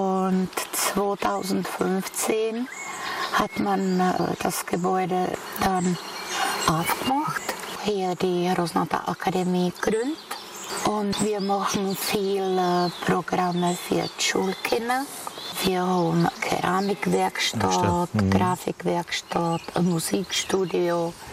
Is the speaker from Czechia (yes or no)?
yes; Aš, Karlovy Vary Region, Czechia; So bin ich in Asch geboren.